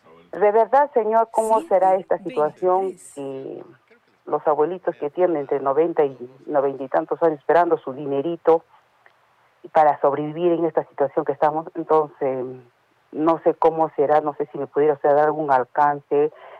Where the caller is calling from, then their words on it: Arequipa, Peru; yo vivo en Pau Carpata.